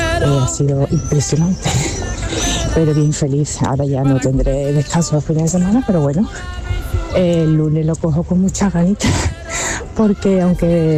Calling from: Seville, Andalusia, Spain; de Sevilla.

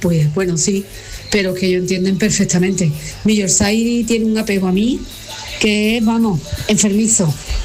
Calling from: Seville, Andalusia, Spain; de Sevilla.

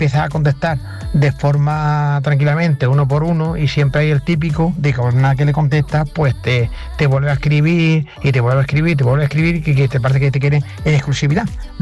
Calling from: Peñarroya-Pueblonuevo, Andalusia, Spain; saludos para todos desde aquí, desde Peñarroya Pueblo Nuevo.

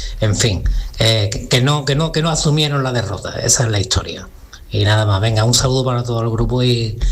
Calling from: Seville, Andalusia, Spain; Hola, buenos días. … de Sevilla.

